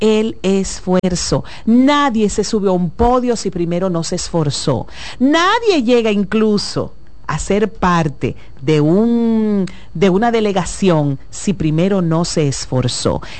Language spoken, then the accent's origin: Spanish; Dominican Republic